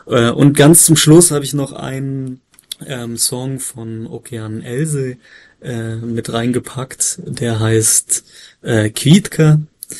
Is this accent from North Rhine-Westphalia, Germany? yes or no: no; Berlin, Germany; born there; ich bin ja gebürtiger Berliner, habe die Zeit zwar selbst nicht miterlebt